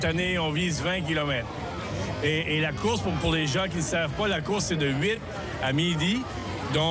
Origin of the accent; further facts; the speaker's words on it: Shippagan, New Brunswick, Canada; Moi, je suis originaire de Chipagan